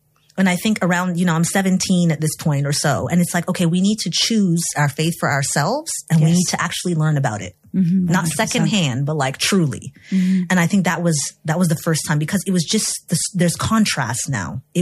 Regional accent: Egypt; moved away as an adult; also born or lived in United States; because I grew up in Egypt, this is a primarily Muslim environment that I was in. Then when I went to the U.S. for college

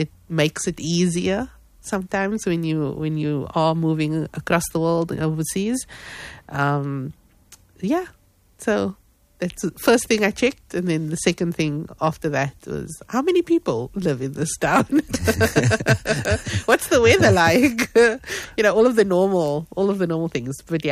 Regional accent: Cape Town, Western Cape, South Africa; moved away as an adult; I'm from Cape Town, I'm from a city

